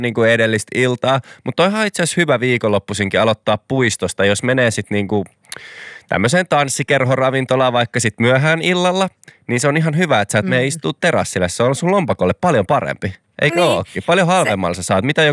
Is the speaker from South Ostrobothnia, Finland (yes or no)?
no; Kirkkonummi, Uusimaa, Finland; born there; meikä ehkä joskus lapsena Kirkkonummella